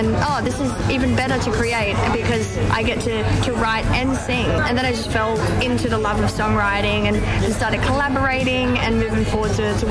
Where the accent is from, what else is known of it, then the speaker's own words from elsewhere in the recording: Australia; artists that have come from Australia that you wouldn't even know. I mean, you see people like coming from my hometown … you know, someone like that just taking the world by storm with country.